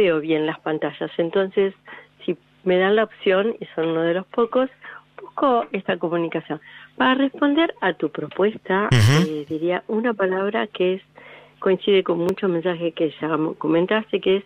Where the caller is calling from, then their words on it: Buenos Aires, Argentina; vivo en Capital